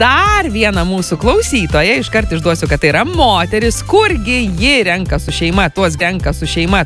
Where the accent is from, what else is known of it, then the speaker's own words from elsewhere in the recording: Dzūkija, Lithuania; bet kaip Dzūkė